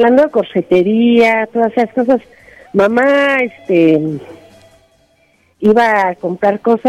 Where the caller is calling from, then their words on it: Nicolás Romero, State of Mexico, Mexico; de Nicolás Romero.